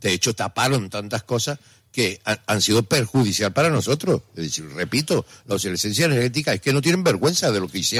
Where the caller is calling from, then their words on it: Canary Islands, Spain